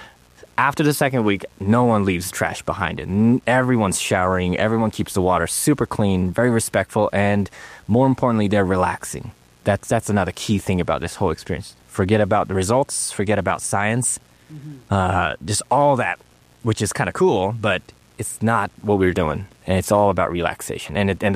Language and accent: English; Japan; Again, I'm from Japan. And in Japan, your word is everything.